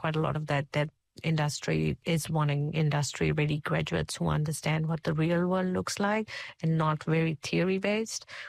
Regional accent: India; now in New Zealand; And for me, when I came from India back in 2007, I think I came from one of the biggest and the busiest cities

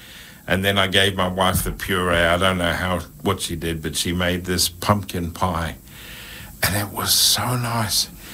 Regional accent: South Africa; moved away

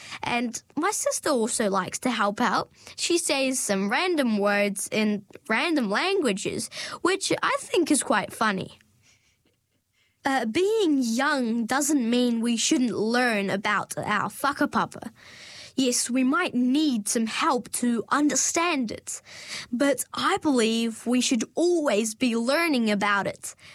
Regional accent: Nepal; first language Nepali; English is a second language; now in Dunedin, New Zealand; My mother tongue is Nepal, which is the language I feel most comfortable and confident speaking. At home, I speak only Nepali

